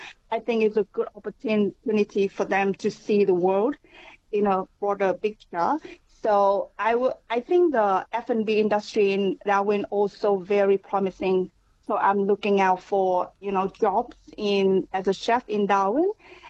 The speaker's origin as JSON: {"language": "English", "country": "Vietnam", "tie": "born or raised there", "moved": "as an adult", "lives_now": "Northern Territory, Australia", "said": "my hometown in Vietnam is growing very fast, and we got a great number of, you know, expats living in my hometown from, you know, over the world, India, from European countries, from America."}